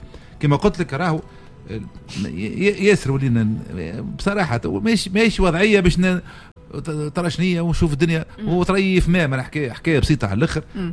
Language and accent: Arabic; Tunisia